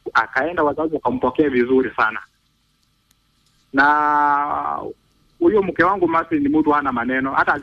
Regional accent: Trans-Nzoia County, Kenya; born there; Kwetu ni Chepchoina na kwao ni Kayo.

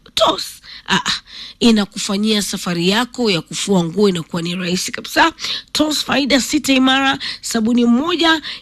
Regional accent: Kenya; Mimi ni mkamba, I don't lie.

